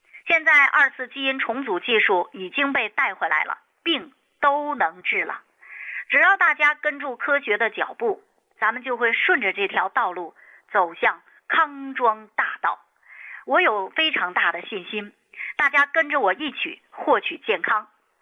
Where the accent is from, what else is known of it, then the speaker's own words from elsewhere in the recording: China; 因为我的祖国是中国，我是中国人，黄种人，祖国培养了我，我就要报效祖国。